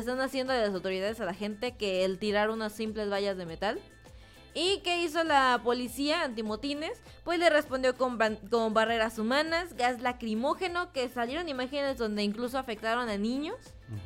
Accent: Michoacán, Mexico; now in Zamora, Mexico; nosotros qué nos interesa si somos de Michoacán

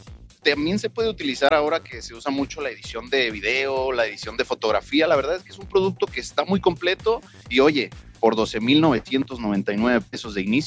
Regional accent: Guadalajara, Jalisco, Mexico; moved away; yo vengo de Guadalajara

